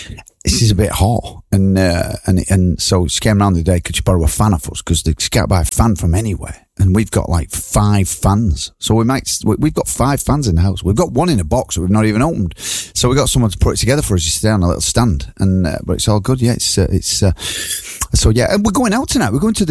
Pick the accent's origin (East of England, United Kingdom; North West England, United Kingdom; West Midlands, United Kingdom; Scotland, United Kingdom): North West England, United Kingdom; Haydock; moved away; also born or lived in Lowton / Warrington; I'm from Haydock originally, and then I moved to Lowton, and I moved to Warrington, and I've been around